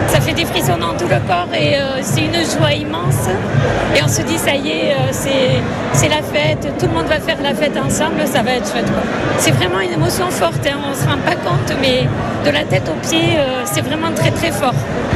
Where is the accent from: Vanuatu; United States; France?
France; Bayonne, Nouvelle-Aquitaine; Moi, je suis bayonnaise, je suis née à Bayonne, j'ai toujours fait les fêtes de Bayonne.